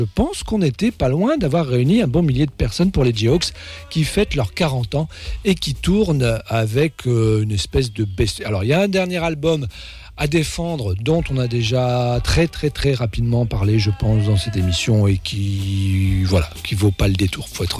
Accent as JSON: {"language": "French", "country": "Belgium", "said": "un petit peu plus près de chez nous en Belgique, à Saint-Nicolas"}